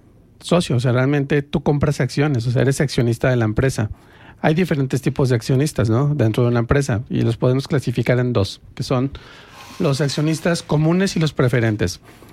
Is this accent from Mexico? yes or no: yes; Mexico